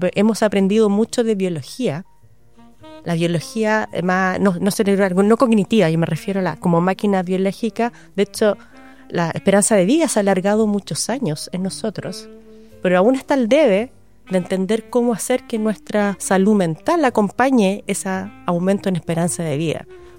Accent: Viña del Mar, Valparaíso, Chile; O sea, perdón, nací en Viña del Mar. Estuve parte de mi vida en Viña del Mar y después me

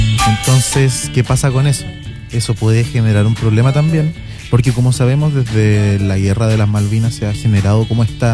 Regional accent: Chile; Somos chilenos, no somos españoles.

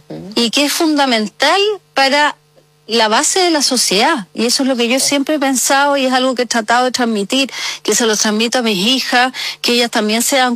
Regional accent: Santiago, Santiago Metropolitan Region, Chile; born there

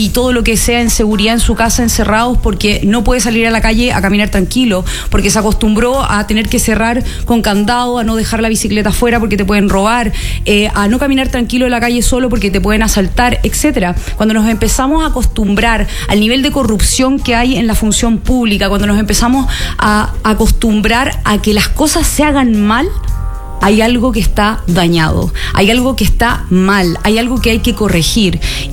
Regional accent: Chile; yo probablemente no alcancé a vivir todavía tantas décadas en este país

